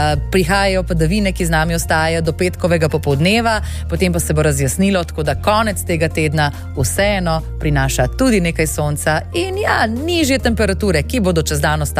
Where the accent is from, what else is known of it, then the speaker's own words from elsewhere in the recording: Zasavje, Slovenia; mi v Zasavi bi rekli